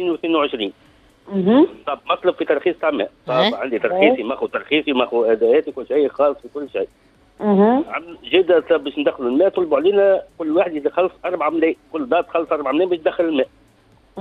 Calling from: Douar Hicher, Manouba, Tunisia; من دوار هيش.

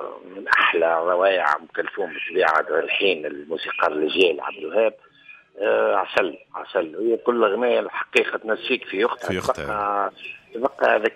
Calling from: Monastir, Monastir Governorate, Tunisia

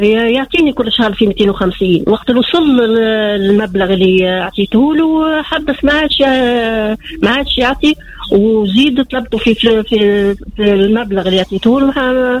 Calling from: Sfax, Sfax Governorate, Tunisia; أنا مواطنة من صفاقس.

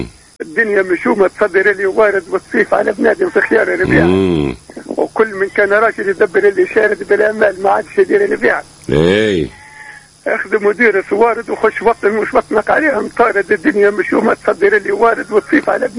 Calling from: El Hamma, Gabès Governorate, Tunisia

